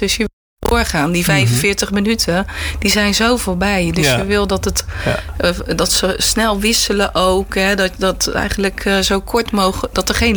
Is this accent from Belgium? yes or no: no; Fijnaart, North Brabant, Netherlands; Ik kom uit Feyenaard, Noord-Brabant.